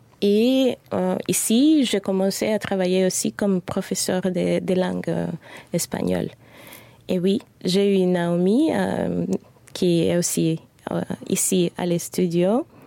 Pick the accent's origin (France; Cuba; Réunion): Cuba; moved away as an adult; Premièrement, je suis partie de Cuba, j'ai quitté le pays seule.